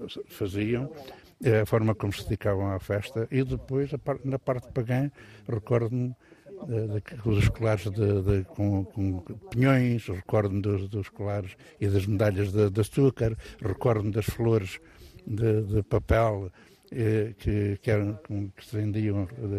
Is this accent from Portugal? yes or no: yes; Alpedrinha, Centro, Portugal; eu sou da Alpedrinha